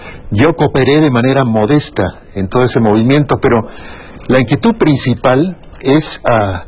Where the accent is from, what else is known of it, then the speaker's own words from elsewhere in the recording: Veracruz, Mexico; born there; Bueno, tú sabes que nací yo en Veracruz, sí. No ahí, pero la vibración jarocha llega hasta ahí.